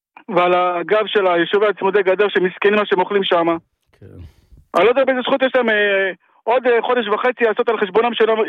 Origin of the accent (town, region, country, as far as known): Nahariya, Northern District, Israel; born there